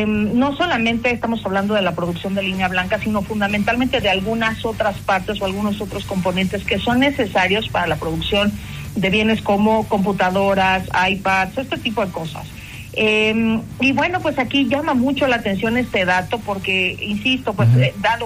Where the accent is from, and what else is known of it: Mexico